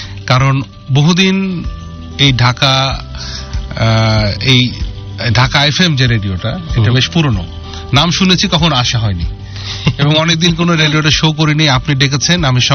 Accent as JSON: {"language": "Bangla", "country": "Bangladesh", "tie": "born there", "said": "কারণ আমি জন্মগ্রহণ করেছি বাংলাদেশে, আমার বাবা জন্মগ্রহণ করেছে পাকিস্তানে, আমার দাদা জন্মগ্রহণ করেছে ভারতবর্ষে"}